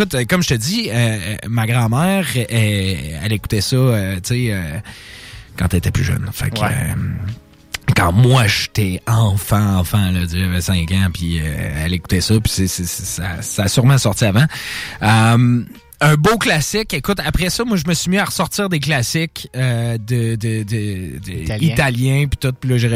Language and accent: French; Charlesbourg, Quebec, Canada; born or raised there